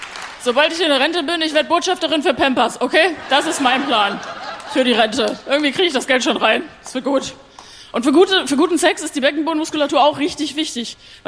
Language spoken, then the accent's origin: German; Munich, Bavaria, Germany; Aber ja, ich komme aus München, ich habe aber peruanische Wurzeln. Das heißt, ich bin Latina.